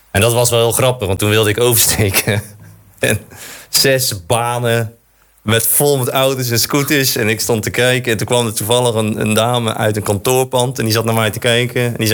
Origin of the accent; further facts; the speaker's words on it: Dordrecht, South Holland, Netherlands; ik voel me wel echt een Dordtenaar. Ik ben echt een Dordtofiel